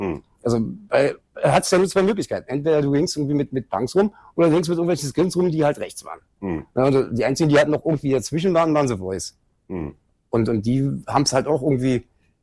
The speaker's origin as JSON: {"language": "German", "town": "Kreuzberg", "region": "Berlin", "country": "Germany", "tie": "born or raised there", "also_born_or_lived": "Schöneberg"}